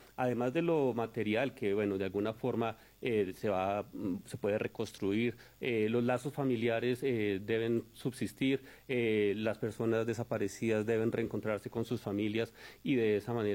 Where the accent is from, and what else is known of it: Colombia